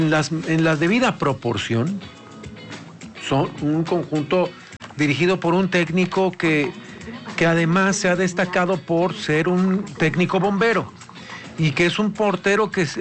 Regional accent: Mexico

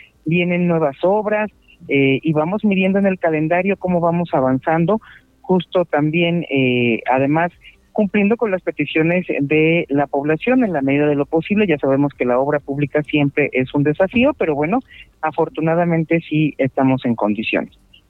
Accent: Mexico

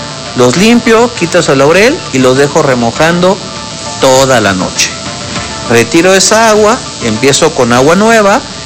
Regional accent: Mexico City, Mexico; born there; moved away as an adult; now in Puebla, Mexico; Acuérdense, amigos, que yo nací en la Ciudad de México, pues en la capital, y es muy difícil que pudiéramos ir luego a los mercados por el ritmo de vida. Ya estamos apurados todo el día, pero cuando yo llegué a Puebla hace ya 18 años

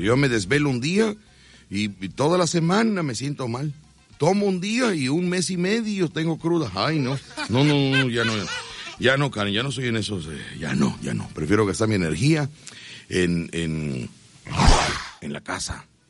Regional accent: Mexico; la matraca, pero mañana sí vengo mexicano con mi bigote, con mi sombrero.

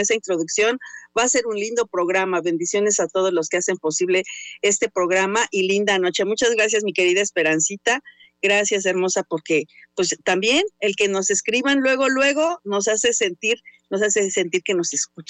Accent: Mexico; Soy muy mexicana y uso mucho los diminutivos

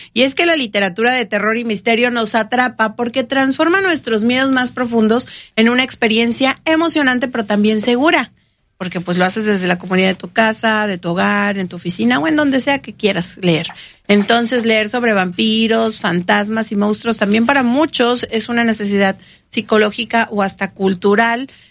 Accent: Veracruz, Mexico; todos los jarochos hemos tenido nuestras

